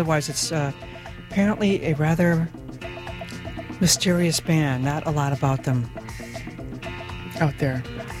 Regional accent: Michigan, United States; they're from Olivet, Michigan, which is cool because I'm from Michigan.

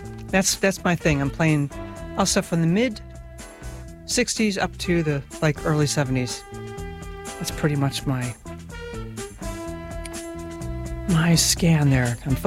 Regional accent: Michigan, United States; I'm from Michigan.

